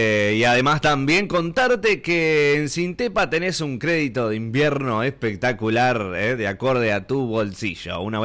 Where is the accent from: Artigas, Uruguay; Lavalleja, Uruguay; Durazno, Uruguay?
Durazno, Uruguay; Uruguayo, del departamento más lindo de todo el Uruguay. Hablamos del departamento de Durazno, claro que sí, centro del país.